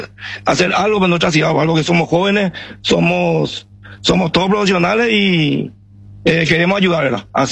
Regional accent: Quito, Pichincha, Ecuador; Somos una selección quiteña, somos gente jóvenes, profesionales, que quiere trabajar por su ciudad

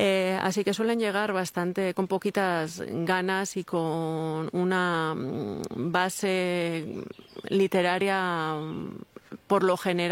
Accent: Basque Country, Spain; first language Basque; Yo soy bilingüe prácticamente desde que nací, a pesar de que, como tú ya has dicho, ni mi padre ni mi madre hablaban euskera, algo bastante habitual en el País Vasco

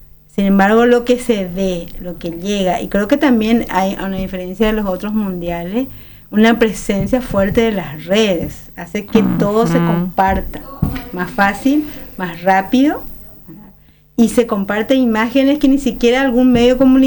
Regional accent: Paraguay; nos da una gran esperanza como paraguayos y paraguayas

